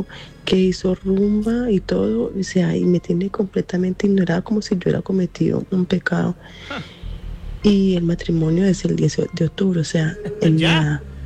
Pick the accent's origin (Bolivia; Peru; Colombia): Colombia; now in Spain; Mi prometido y yo somos colombianos, pero hace mucho tiempo vivimos aquí en España.